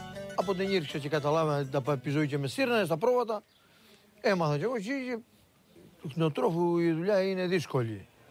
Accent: Vrachas, Greece; Το Βραχάς για μένα είναι η μάνα μου, το χωριό μου είναι σαν τη μάνα μου είναι. Γιατί εδώ γεννήθηκα, εδώ μεγάλωσα και μ' αρέσει το χωριό μου, το πονώ το χωριό μου. Η ζωή μου είναι το Βραχάς εμένα, η ζωή μου. Εδώ είναι.

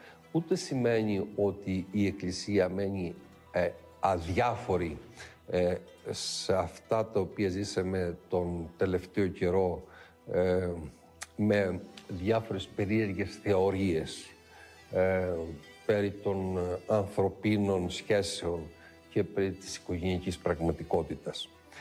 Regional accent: Greece

